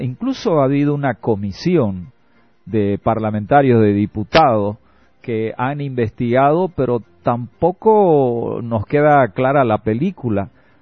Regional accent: Bolivia; Nosotros somos bolivianos.

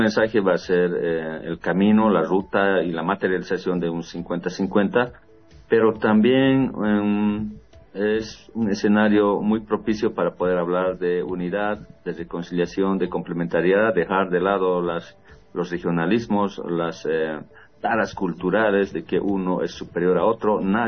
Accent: Bolivia; todos los bolivianos

